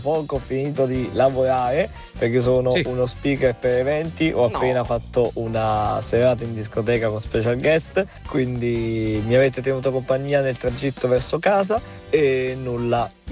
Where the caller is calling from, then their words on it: Naples, Campania, Italy; ho 22 anni, bella, vengo … da Napoli